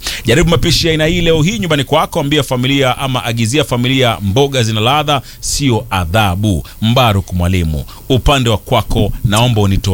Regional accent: Kenya; kama Mkenya bwana

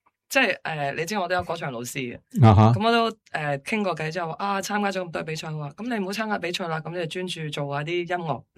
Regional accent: Hong Kong; 我在香港教育长大，

